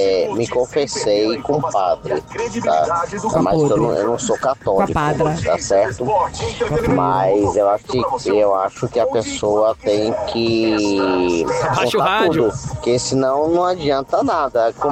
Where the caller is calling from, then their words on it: Salvador, Bahia, Brazil; sou de Salvador, Bahia, e para a semana eu tô em BH, viu?